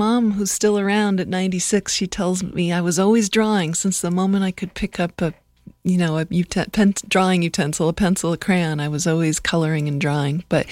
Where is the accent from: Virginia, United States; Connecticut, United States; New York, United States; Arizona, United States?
Connecticut, United States; Tolland; moved away as an adult; now in New Mexico, United States; Where I grew up was in Connecticut, in a small town called Tolland, near the University of Connecticut, near Storrs. And I came to New Mexico for graduate school in 1989